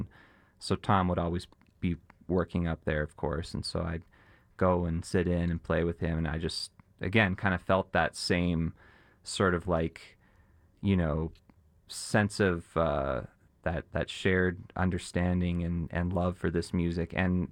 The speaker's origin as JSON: {"language": "English", "country": "Canada", "said": "because I'm from Canada, so it's like the hockey reference."}